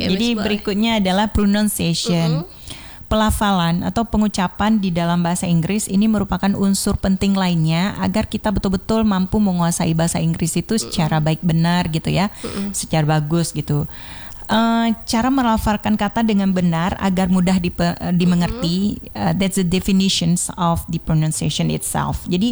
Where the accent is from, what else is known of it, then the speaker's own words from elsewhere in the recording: Aceh, Indonesia; Kita orang Aceh